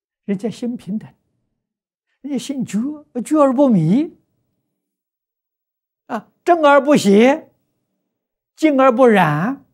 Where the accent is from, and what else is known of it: China